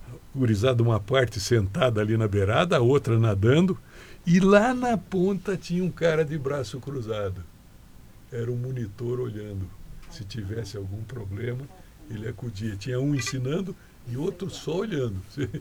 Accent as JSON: {"language": "Portuguese", "town": "Urussanga", "region": "Santa Catarina", "country": "Brazil", "tie": "born or raised there", "said": "É a minha terra natal."}